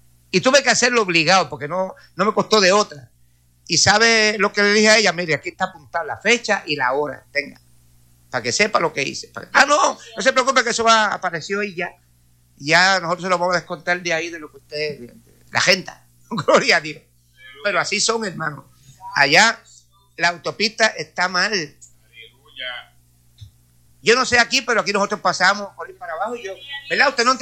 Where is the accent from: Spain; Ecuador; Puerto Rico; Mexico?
Puerto Rico; Yo amo a mi patria, amo a mi país.